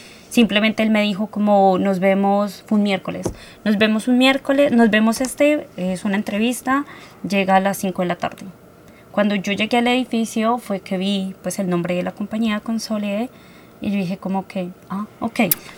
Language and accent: Spanish; Colombia; moved away as an adult; now in Australia; ¿tú de dónde eres? Y yo, Colombia.